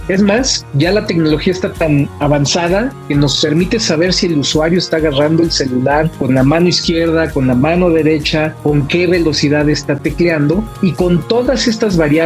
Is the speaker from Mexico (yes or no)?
yes; Mexico